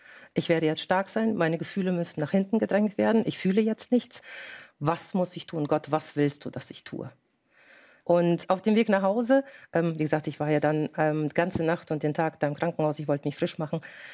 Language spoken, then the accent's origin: German; Germany; born there; also born or lived in Russia; Wir sind nach Deutschland ausgewandert, als ich 8 Jahre alt war.